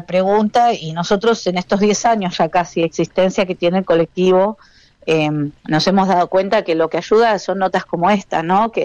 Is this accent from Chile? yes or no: no; Argentina